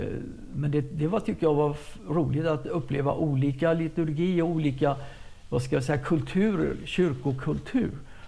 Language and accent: Swedish; Sweden; moved away as an adult; also born or lived in California